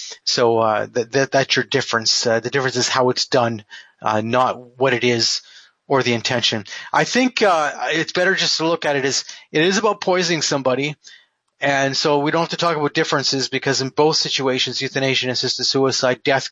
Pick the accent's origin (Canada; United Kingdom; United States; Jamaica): Canada; Well, I'm a Canadian.